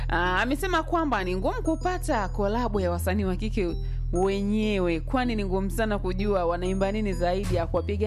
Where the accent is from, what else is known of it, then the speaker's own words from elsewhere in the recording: Tanzania; tunacheki na moja kati ya mastori ambayo natokea Bongo Tanzania